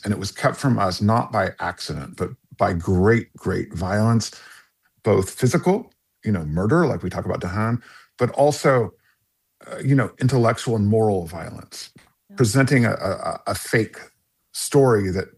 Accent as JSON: {"language": "English", "country": "United States", "tie": "born or raised there", "said": "which is so funny because I'm American and I grew up in this country."}